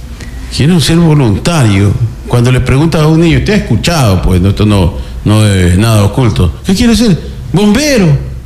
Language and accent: Spanish; Ecuador; en nuestra República Ecuador